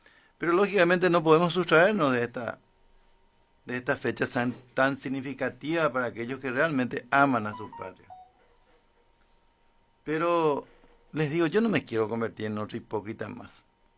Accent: Paraguay; somos independientes los paraguayos?

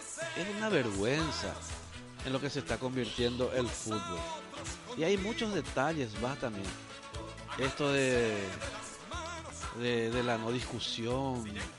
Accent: Paraguay; Nosotros, los paraguayos

